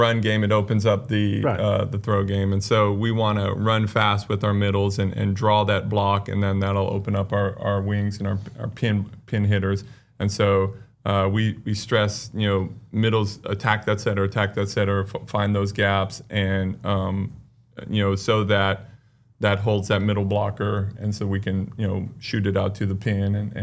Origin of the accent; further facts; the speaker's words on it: California, United States; Well, So I grew up in California and I played in high school.